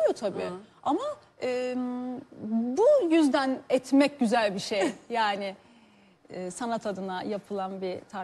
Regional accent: Konya, Turkey; also born or lived in Sinop; Mesela işte Sinop'ta doğdum. Aha. Konya'da büyüdüm.

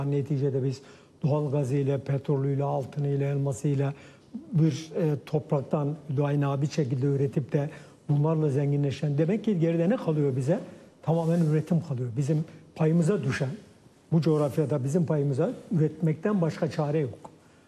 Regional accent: Develi, Kayseri, Turkey; born there; now in Istanbul, Turkey; ben develden çıkıp İstanbul'a gelmeyi hiç istemezdim. Yani orada doğdum, orada büyümek, orada ölmek isterdim.

